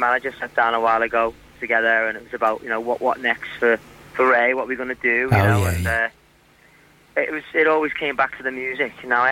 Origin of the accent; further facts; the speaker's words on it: Liverpool, North West England, United Kingdom; now in London, United Kingdom; So I'm from Liverpool.